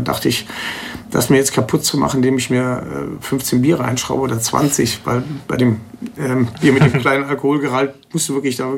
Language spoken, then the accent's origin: German; Düsseldorf, North Rhine-Westphalia, Germany; Als Düsseldorfer sitze ich ja nur in meiner Quelle.